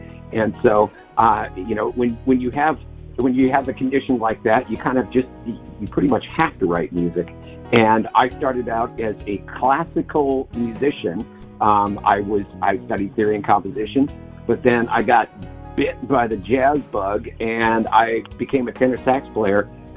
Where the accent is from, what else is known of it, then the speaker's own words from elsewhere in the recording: Seattle, Washington, United States; I'm originally from Seattle